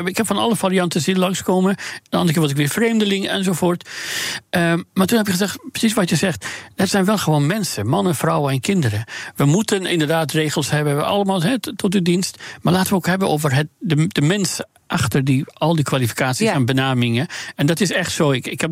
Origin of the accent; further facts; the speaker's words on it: Iran; moved away; En ik ben nadien nooit meer teruggegaan naar mijn vaderland. En ook niet terug kunnen gaan. Uit angst, want ik sta nog altijd op een of andere lijsten die dat afschuwelijk regime hanteert. Om ook zelfs Iraanse dissidenten in diaspora dus te vervolgen